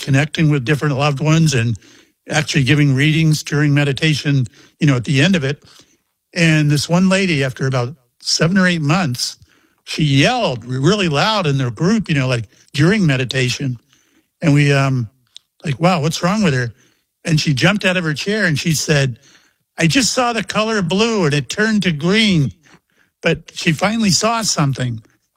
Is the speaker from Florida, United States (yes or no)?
yes; Mayport, Florida, United States; I was on the Shangri-La out of my hometown of Mayport, you know, where I live. I live 20 miles from the base.